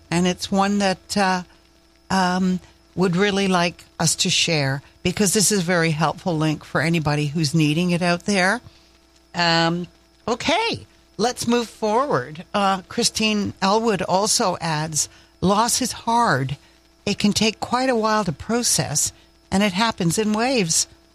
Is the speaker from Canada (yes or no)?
yes; Nova Scotia, Canada; accent: maritime; now in Haliburton, Canada; I am born and raised in Nova Scotia with a deep love for Newfoundlanders. My father was from New Brunswick.